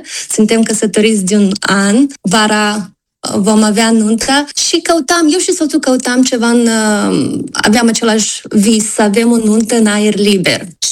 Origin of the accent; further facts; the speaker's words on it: Moldova; now in United States; oricum avem un gol care l-am lăsat de când am plecat din Republica Moldova.